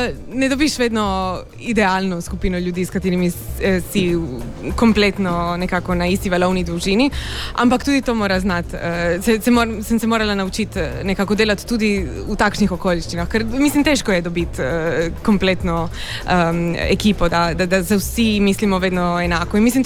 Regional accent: Trieste, Friuli-Venezia Giulia, Italy; lahko pa se vedno opredelim kot Tržačanka, predvsem. In to specifično Tržačanka, ne pa Triestina.

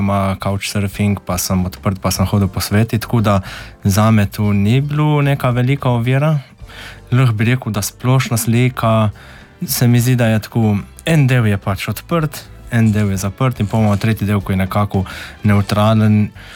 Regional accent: Kal pri Pivki, Pivka, Slovenia; Prihajam iz Kala pri Pivki. To je majhna vas v občini Pivka. Kao ima morda 300 ljudi, 300 prebivalcev, občina Pivka nekaj čez 6000.

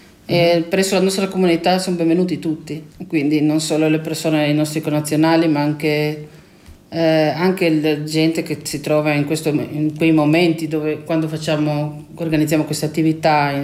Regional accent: Umag, Istria County, Croatia; born there

